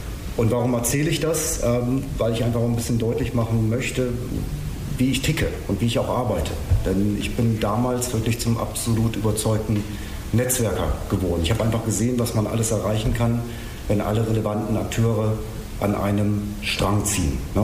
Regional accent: Verden an der Aller, Lower Saxony, Germany; also born or lived in Hannover; Geboren bin ich allerdings in Hannover, aufgewachsen in Verden an der Aller, wo ich 1998 auch mein Abitur gemacht habe.

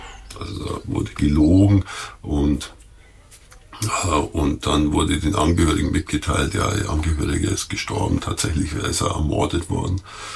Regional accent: Augsburg, Bavaria, Germany; born there; moved away as an adult; also born or lived in Munich / Kaufbeuren / London / Heidenheim an der Brenz; now in Bremen, Germany; ich bin in Augsburg geboren, habe dann nach dem Medizinstudium in München erstmal im Bayerischen Allgäu gearbeitet.

